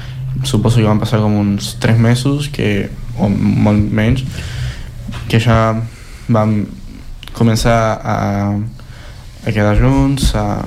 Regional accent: Argentina; Catalan is a second language; now in Spain; gent també nota molt quan ets d'un altre país, i normalment la gent diu sempre, gairebé sempre, que sóc argentí.

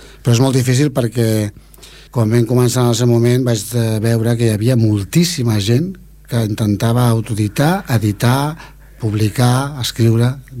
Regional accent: Esplugues de Llobregat, Catalonia, Spain; also born or lived in Barcelona; Sí, sí, perquè jo vaig néixer a Barcelona, però evidentment perquè abans la gent naixia a Barcelona, però jo he viscut a Esplugues tota la vida, sí.

